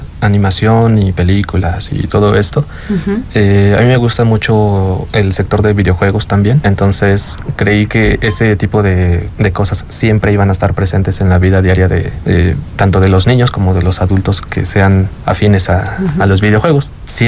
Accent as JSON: {"language": "Spanish", "region": "Querétaro", "country": "Mexico", "tie": "born or raised there", "lives_now": "El Marqués, Mexico", "said": "Soy queretano de nacimiento, ajá, Querétaro, ¿no? Querétaro, ajá. Y viví mucho tiempo en la colonia de Sauces, ¿mm? Ahí por Plaza Sendero"}